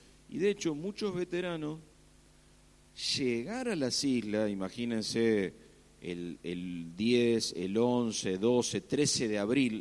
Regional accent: Castelar, Buenos Aires Province, Argentina; Yo soy de Castelar, que está a unos 30 kilómetros de Buenos Aires, sobre Ruta 7, de hecho.

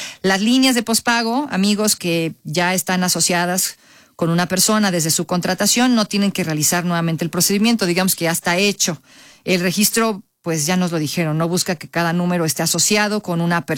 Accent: Mexico; como la verdad así somos todos, el mexicano y todos lo dejamos para el final

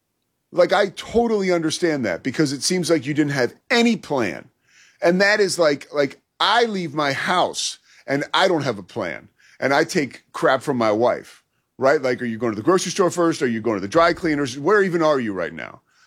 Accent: Philadelphia, Pennsylvania, United States; we literally all grew up like in the same general area, like Catholic people from Southeast Philly.

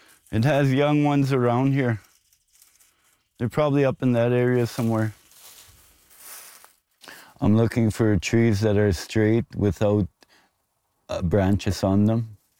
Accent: Buffalo Narrows, Saskatchewan, Canada; I'm from Buffalo Narrows, Saskatchewan. I was born and raised there. I'm a First Nations person from Canoe Lake.

